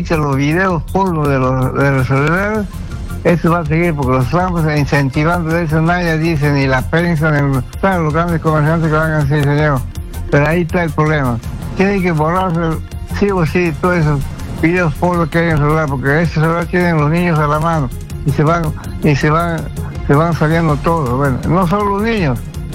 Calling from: Casma, Ancash, Peru; de Casma.

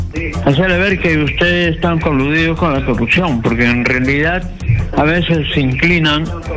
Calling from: Lima, Peru; Yo llamo de Comas.

